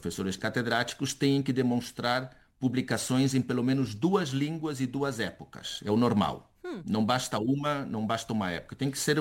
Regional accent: Spain; also born or lived in Madrid; Aí eu fiz uma carreira acadêmica espanhola, também sou espanhol, e acabou a faculdade

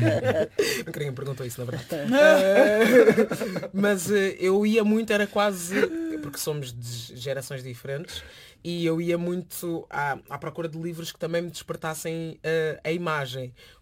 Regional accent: Lisbon, Portugal; sendo lisboeta

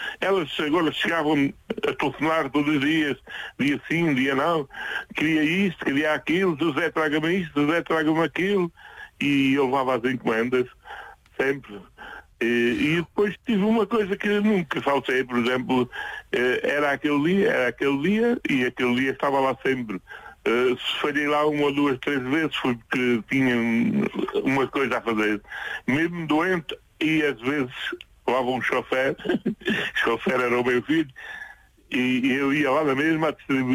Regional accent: Mata, Centro, Portugal; born there; Eu nasci na Mata. É uma aldeia perto aqui de Castelo Branco, 17 quilómetros de Castelo Branco.

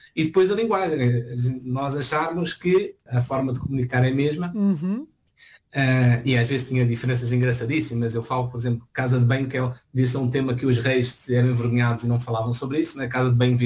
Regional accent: Portugal; Eu vinha de Portugal, que é aquele workaholic, aquele trabalho muito intenso

